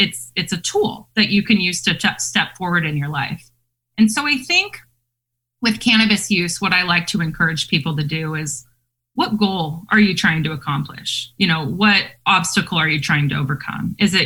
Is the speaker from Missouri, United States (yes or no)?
no; University Place, Washington, United States; born or raised there